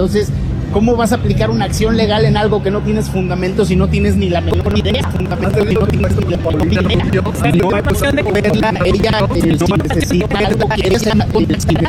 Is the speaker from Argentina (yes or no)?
no; Mexico; habla de un amor que tenemos por nuestro país y como mexicanos